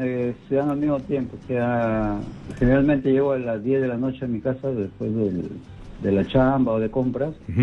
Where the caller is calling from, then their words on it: Lima, Peru; del Cercado de Lima.